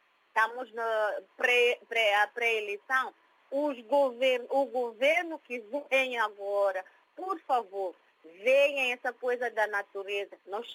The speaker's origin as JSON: {"language": "Portuguese", "country": "São Tomé & Príncipe", "said": "E se estou a falar de Santo Tomé e Príncipe, nós somos ilha."}